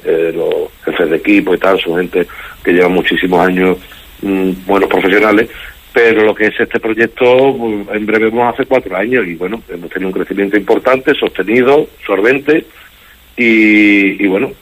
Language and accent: Spanish; Huelva, Andalusia, Spain; Isla Chica, mi barrio, yo soy de Isla Chica